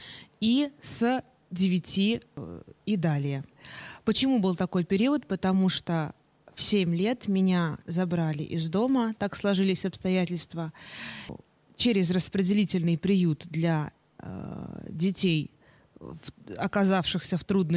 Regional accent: Klin, Moscow Oblast, Russia; born there; also born or lived in Korolyov / Sergiyev Posad; Я родилась в небольшом городе под Москвой под названием Клин. Родилась 31 августа 1996 года.

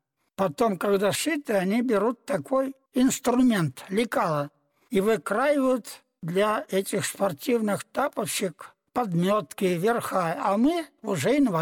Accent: Siberia, Russia; Я сам сибиряк, танкист.

